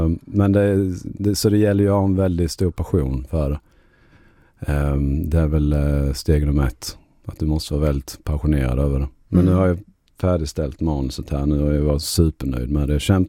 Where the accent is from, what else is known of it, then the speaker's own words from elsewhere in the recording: Skinnemyra, Sweden; när jag såg en rotvälta hemma i Skinnemyra.